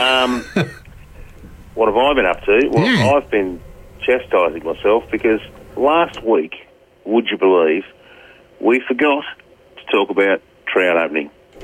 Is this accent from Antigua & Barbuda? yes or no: no; Tasmania, Australia; growing up on the Forth River